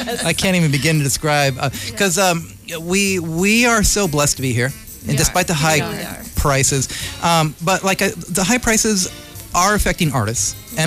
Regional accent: California, United States; now in Vallejo, United States; I'm Californian. And when they really poke me, I say I'm Chicano redneck

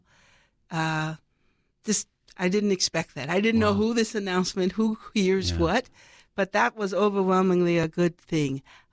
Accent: Los Angeles, California, United States; I'm from South Central Los Angeles

